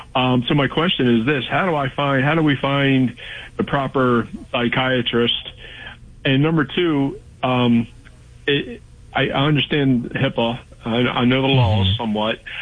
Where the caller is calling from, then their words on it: Annapolis, Maryland, United States; I live in the Annapolis area.